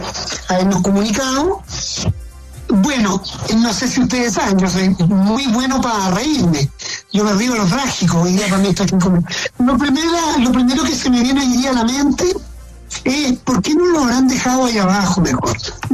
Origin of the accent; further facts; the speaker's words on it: Chile; porque pasaban muchas cosas por la cabeza de nosotros. como minero chileno.